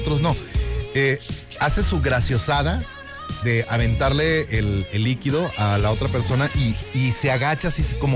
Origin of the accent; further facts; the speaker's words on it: Mexico; Creo que si algo nos distingue a los mexicanos es que somos muy hospitalarios